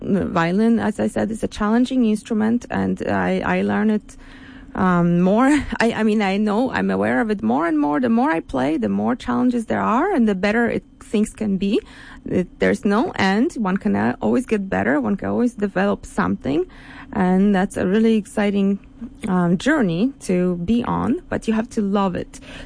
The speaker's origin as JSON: {"language": "English", "town": "Wrocław", "region": "Lower Silesian Voivodeship", "country": "Poland", "tie": "born or raised there", "also_born_or_lived": "Hamburg, Germany / Rostock, Germany", "moved": "as an adult", "lives_now": "New York City, United States", "said": "I grew up in Poland, Wrocław, Poland. And then when I was a high school student, I was also commuting to Germany to study there in a pre-college"}